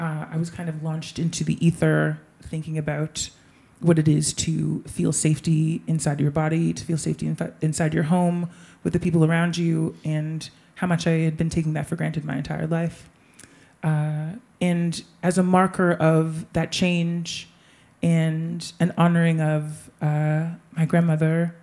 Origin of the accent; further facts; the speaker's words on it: Canada; My background is, I'm Canadian, Jamaican, Caribbean, Trinidadian, Guyanese.